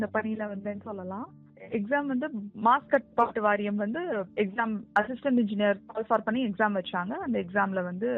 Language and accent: Tamil; Dindigul, Tamil Nadu, India; திண்டுக்கல்லே தான்